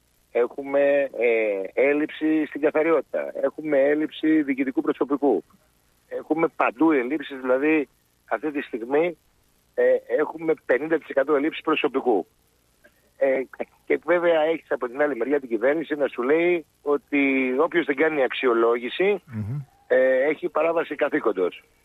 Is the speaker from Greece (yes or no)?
yes; Piraeus, Attica, Greece; Εγώ, επειδή είμαι από τον Πειραιά και είμαι νοικιώτης